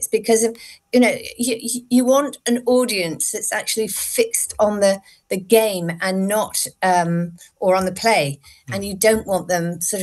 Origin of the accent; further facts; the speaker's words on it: Brighton, South East England, United Kingdom; my hometown, Brighton.